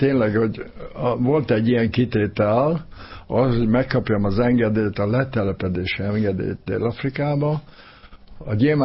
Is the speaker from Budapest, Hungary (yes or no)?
no; Eger, Heves, Hungary; moved away as an adult; also born or lived in Belgium / South Africa; Egerben nőttem föl, egész 18 éves koromig. Egerben, aki nem vízipolózott, azzal nem álltak szóba.